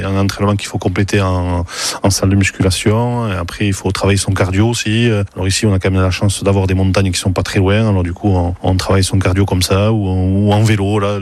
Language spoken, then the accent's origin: French; Hendaye, Nouvelle-Aquitaine, France; je suis natif d'Hendaye, j'ai 51 ans